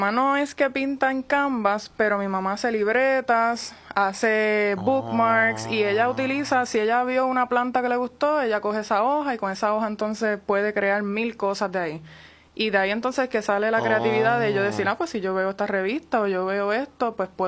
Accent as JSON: {"language": "Spanish", "town": "Quebradillas", "country": "Puerto Rico", "said": "Orgullosa de Quebradillas."}